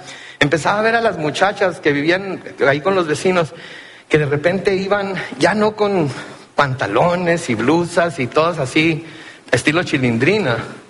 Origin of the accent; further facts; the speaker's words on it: Compton, California, United States; Porque soy de Compton, California, ¿ok? Soy lo que llamamos MWA. ¿Saben lo que quiere decir MWA? Quiere decir Mexican with an attitude, ¿ok? Entonces, yo soy de Compton, California.